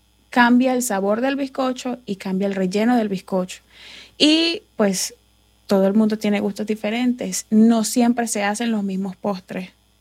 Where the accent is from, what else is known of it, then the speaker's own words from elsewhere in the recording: Venezuela; moved away as an adult; also born or lived in Colombia; now in Lexington, United States; soy venezolana, soy madre de 2 niñas, Camila y Megan. Y soy emprendedora en Estados Unidos.